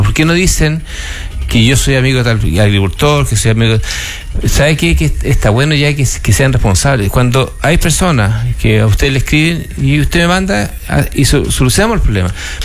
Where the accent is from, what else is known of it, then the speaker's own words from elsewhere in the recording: Curicó, Maule, Chile; Yo no soy. No nací afuera. Yo soy curicano, nací y criado en Curicó.